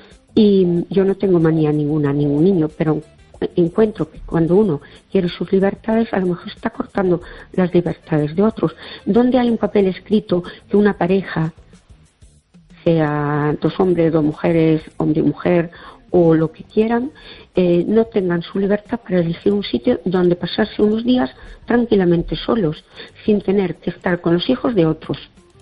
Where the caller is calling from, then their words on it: Seville, Andalusia, Spain; de Sevilla.